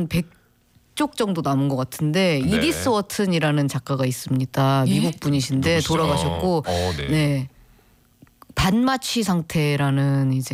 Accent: Seoul, South Korea; 저는 서울인데요

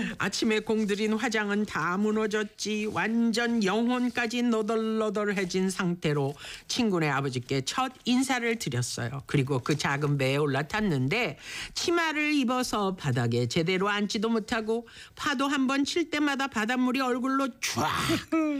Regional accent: Seoul, South Korea; 당시 저는 나름 서울 깍쟁이, 서울 촌것이라 날것을 잘 못 먹었거든요.

